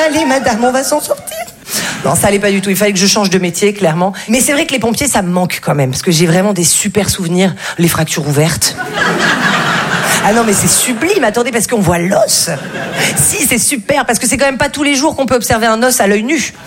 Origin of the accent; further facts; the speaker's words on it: Val-de-Blore, Provence-Alpes-Côte d'Azur, France; moi je viens d'un tout petit village qui s'appelle Val-de-Blore, c'est sublime